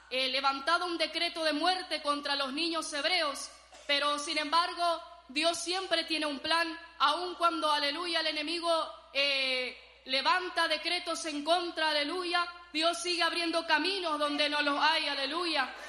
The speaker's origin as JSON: {"language": "Spanish", "town": "Itacurubí de la Cordillera", "region": "Cordillera", "country": "Paraguay", "said": "Soy de Itacurubí, de la cordillera."}